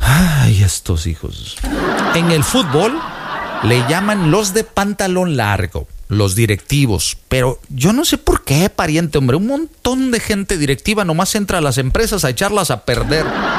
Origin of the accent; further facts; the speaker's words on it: Veracruz, Mexico; yo soy de oro, y yo soy jarocho